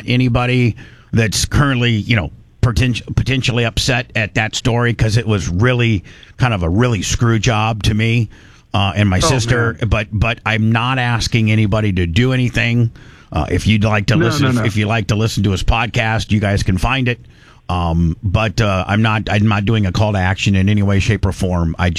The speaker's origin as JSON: {"language": "English", "region": "Indiana", "country": "United States", "tie": "born or raised there", "said": "know that I'm a big fan of the Indy 500 as I grew up in Indiana, and I went to about 10 of them."}